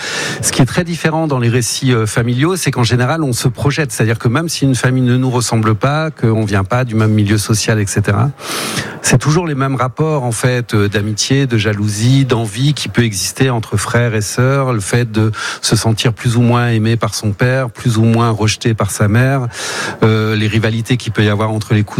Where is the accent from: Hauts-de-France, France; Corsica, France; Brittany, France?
Brittany, France; Moi, je viens de Bretagne.